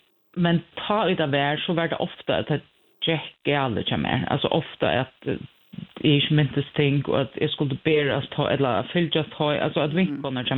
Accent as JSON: {"language": "Swedish", "town": "Klaksvík", "country": "Faroe Islands", "second_language": "Swedish", "said": "och jag kommer från Klagsvik. Jag är 48"}